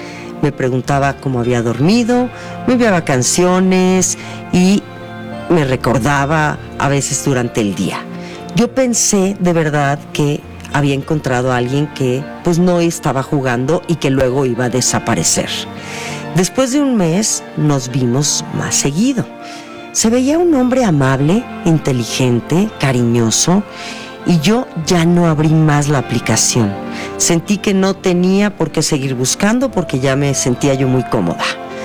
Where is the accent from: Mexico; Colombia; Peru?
Mexico; Yo me siento muy orgullosa de ser mexicana y agradezco ser mexicana. No me hubiera gustado ser ni holandesa, ni alemana, digo, traigo algo de alemán, ni tampoco chilena.